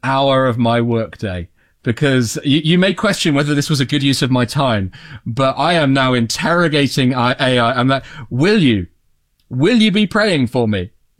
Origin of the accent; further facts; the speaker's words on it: United Kingdom; because I'm British